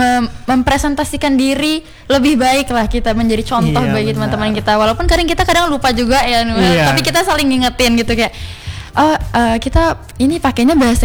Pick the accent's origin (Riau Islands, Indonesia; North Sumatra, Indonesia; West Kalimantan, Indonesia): Riau Islands, Indonesia; bahasa daerah kita Kepulauan Riau itu bahasa Melayu.